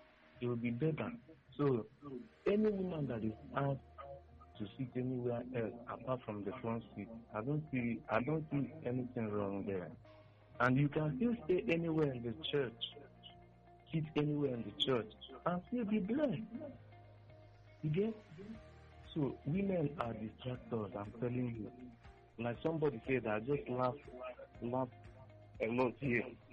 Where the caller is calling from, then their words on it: Aba, Abia, Nigeria; I'm calling from Aba.